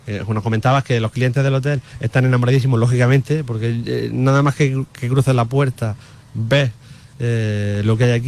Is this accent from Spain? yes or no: yes; Andalusia, Spain; Yo soy de la Salina de Cabo Gata, imagínate. Estoy viendo mi casa desde aquí